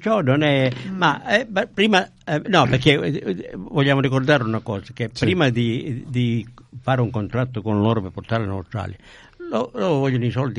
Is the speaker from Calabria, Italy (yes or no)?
yes; Calabria, Italy; siamo mitici e siamo calabresi e siamo italiani